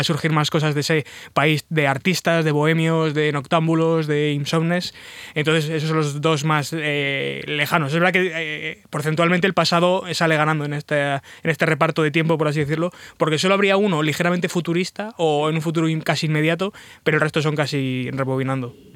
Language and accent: Spanish; Soria, Castile and León, Spain; born there; moved away; el viernes fue en Soria, que es mi ciudad natal